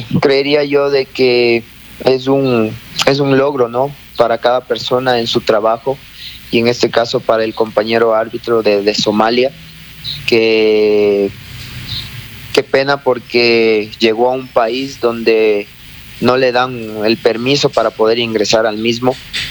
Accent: Ecuador; nosotros como ecuatorianos

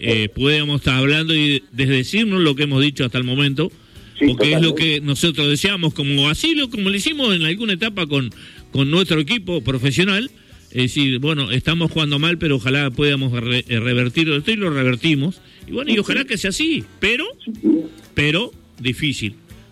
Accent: Uruguay; somos uruguayos, tenemos, nos queda la garra charrúa

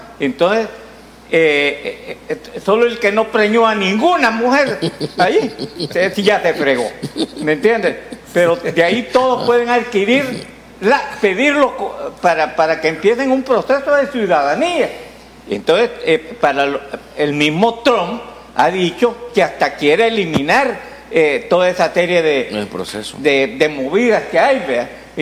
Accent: El Salvador

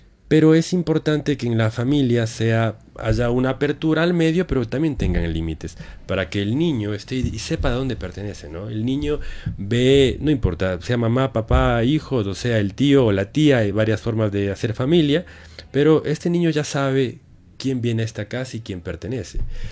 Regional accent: Ecuador

